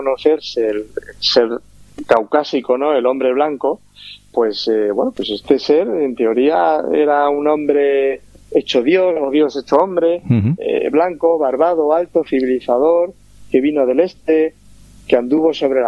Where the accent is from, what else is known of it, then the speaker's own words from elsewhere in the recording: Extremadura, Spain; also born or lived in Teruel; y soy extremeño, ¿eh? O sea, nacido en Teruel, pues me considero más extremeño por mi familia, donde más años he vivido, ¿no?